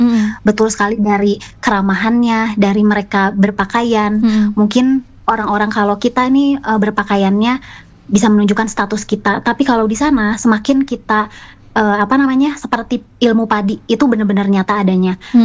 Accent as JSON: {"language": "Indonesian", "town": "Bandung", "region": "West Java", "country": "Indonesia", "tie": "born or raised there", "said": "kebetulan saya itu lahir besar di Bandung. Jadi urang teh Nyunda pisan, Nyunda."}